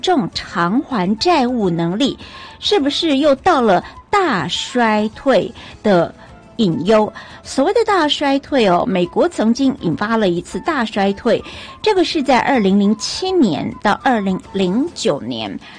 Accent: Taiwan; 美国人跟我们台湾人不太一样

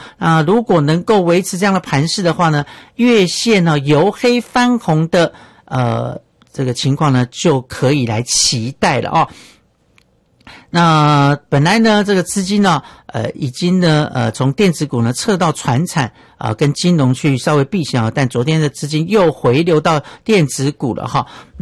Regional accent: Miaoli, Miaoli County, Taiwan; 还有我的家乡苗栗，也欢迎大家来苗，这个苗栗呢来玩玩哈。

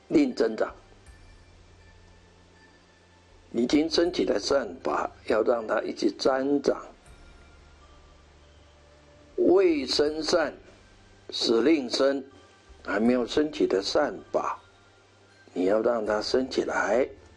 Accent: Taiwan

